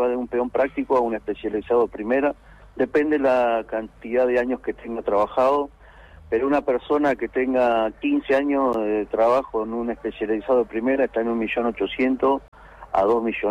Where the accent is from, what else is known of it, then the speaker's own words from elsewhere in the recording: Chubut, Argentina; yo soy de Chubut y lucho por Chubut.